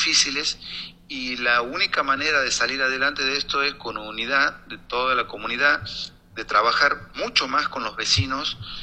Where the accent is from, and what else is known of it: Argentina